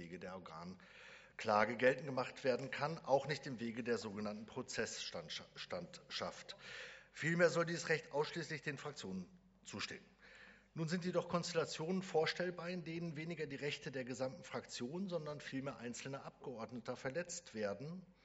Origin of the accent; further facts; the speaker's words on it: Schleswig-Holstein, Germany; Ich komme zum Beispiel aus Nordfriesland.